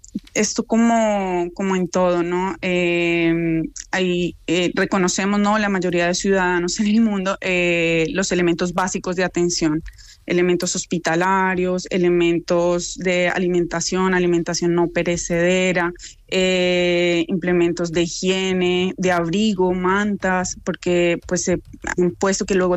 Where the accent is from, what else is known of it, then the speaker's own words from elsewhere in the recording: Bogotá, Colombia; now in Madrid, Spain; soy de Bogotá